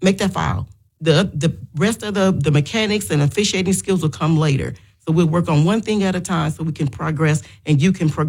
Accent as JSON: {"language": "English", "town": "Waterloo", "region": "Iowa", "country": "United States", "moved": "yes", "lives_now": "Wisconsin, United States", "said": "I'm from Waterloo, Iowa."}